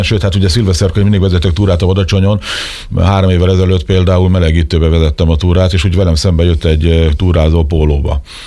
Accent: Tapolca, Veszprém County, Hungary; Hát van kötődésem, tapolcai vagyok, tehát ott is születtem, ott is lakom, úgyhogy a Balaton felvidéknek egy gyöngyszeme a Tapolcai medence

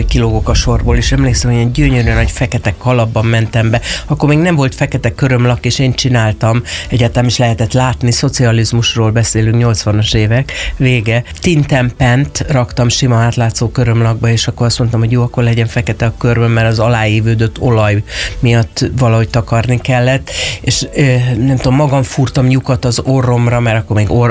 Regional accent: Hajdúnánás, Hajdú-Bihar, Hungary; moved away as an adult; abban a hajdúbihari városban, a Hajdúnánáson, ahol éltem

